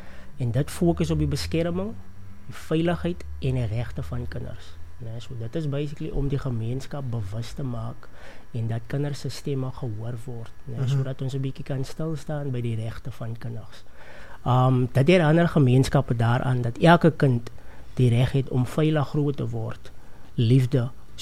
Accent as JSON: {"language": "Afrikaans", "town": "Oudtshoorn", "region": "Western Cape", "country": "South Africa", "moved": "as an adult", "lives_now": "Knysna, South Africa", "said": "Ek is oorspronkelijk van Oudtshoorn, van die Hoorn, as ek het so kan sê. Ek het nou so 7 of sê maar 10 maande terug, het ek myself bevind in Nysna."}